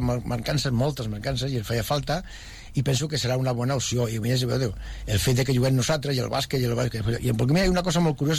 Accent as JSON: {"language": "Catalan", "town": "Terrassa", "region": "Catalonia", "country": "Spain", "tie": "born or raised there", "also_born_or_lived": "Sabadell", "said": "Aunque soc fill de Terrassa"}